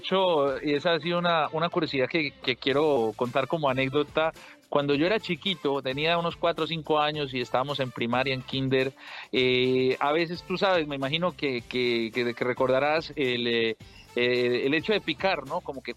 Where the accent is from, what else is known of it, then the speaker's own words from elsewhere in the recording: Bogotá, Colombia; now in Panama; Bogotano, 100% capitalino, orgullosamente capitalino